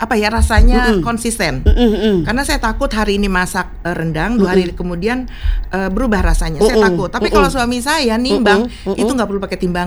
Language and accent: Indonesian; Jakarta, Indonesia; born or raised there